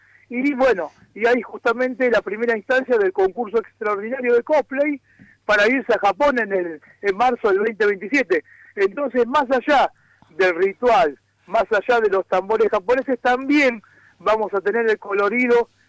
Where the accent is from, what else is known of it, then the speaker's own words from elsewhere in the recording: Argentina; Yo soy de Okinawa, bueno, soy argentino, pero mis ancestros son de Okinawa.